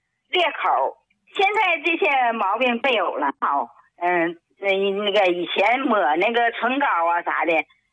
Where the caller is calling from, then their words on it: Shenyang, Liaoning, China; 我是沈阳的，住在于洪区。